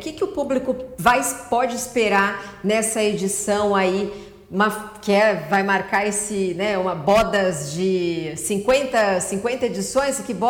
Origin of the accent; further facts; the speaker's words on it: Ibitinga, São Paulo, Brazil; moved away; Eu nasci em Ibitinga, vivi também por um tempo em Ibitinga.